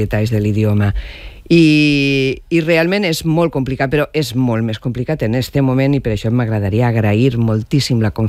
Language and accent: Catalan; Alcoy, Valencian Community, Spain; i jo, que sóc d'Alcoi.